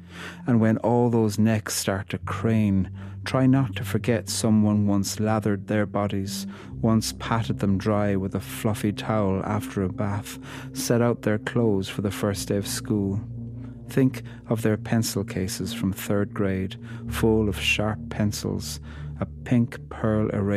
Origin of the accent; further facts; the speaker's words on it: Ireland; I'm a poet from Ireland